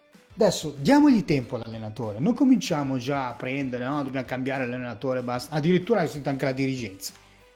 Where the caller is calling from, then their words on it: Legnano, Lombardy, Italy; da Legnano